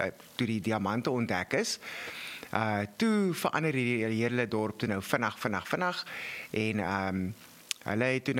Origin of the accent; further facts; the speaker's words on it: Kimberley, Northern Cape, South Africa; En ek het groot geword in Kimberley